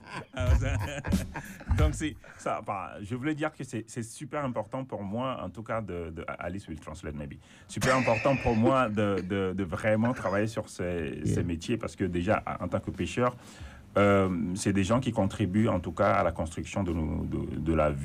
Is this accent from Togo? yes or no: yes; Togo; I'm from Togo.